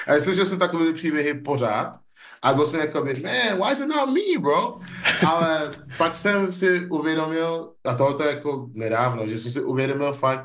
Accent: Nigeria; now in Czech Republic; protože jsem vždycky cítil, že nejenom, že jsem z Nigérie a člověk z Nigérie žije v České republice

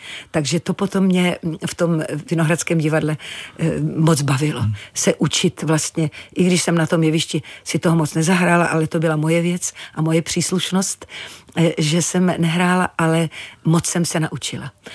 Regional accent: Zlín Region, Czechia; No já jsem Valach, protože mně přijde Valaška, že to je

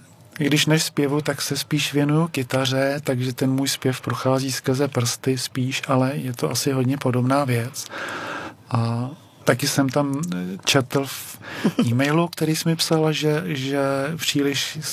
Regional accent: Plzeň Region, Czechia; Je to dálka, přijel jsem ze Gdyně, což je od západní hranice, západní Čechy, mezi Domažlicema a Klatovama, kdyby někdo nevěděl na mapě, takže jsem ze západních Čech.

